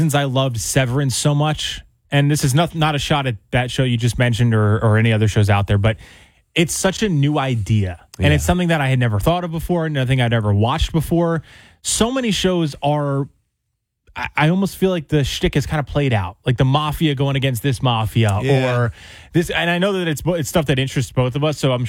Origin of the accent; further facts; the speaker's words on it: Chesterfield, New Jersey, United States; they shot it in my hometown of New Jersey, and I got to actually see in the movie the parts that were filmed in Chesterfield